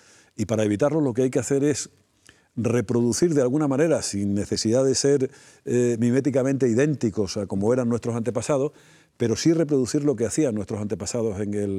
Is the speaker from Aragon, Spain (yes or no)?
no; Extremadura, Spain; Que tienen en mi tierra, por ejemplo, en las Urdes, en Sierra de Gata